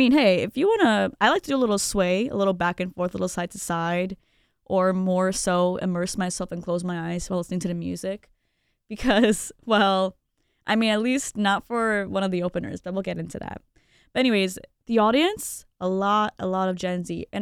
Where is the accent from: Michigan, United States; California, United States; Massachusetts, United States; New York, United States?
Michigan, United States; Grand Rapids; I am from Grand Rapids, Michigan.